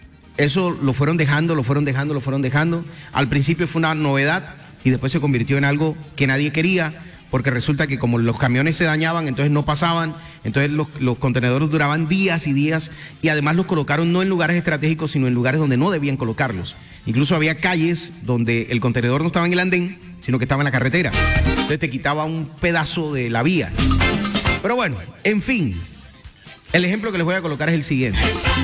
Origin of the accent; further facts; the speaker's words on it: Santa Marta, Magdalena, Colombia; Y tú quieres Santa Marta por las playas, por la Sierra Nevada, por... Es que es mi tierra, es más bonita que Cartagena.